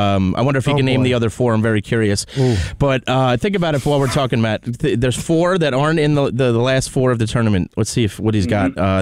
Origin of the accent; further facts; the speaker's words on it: England, United Kingdom; I'm English.